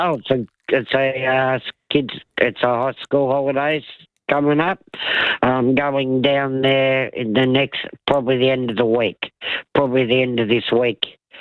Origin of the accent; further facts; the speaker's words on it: Australia; also born or lived in New Zealand; Well, as you know, I was born in New Zealand. I'm from there. Left there when I was two to Australia here.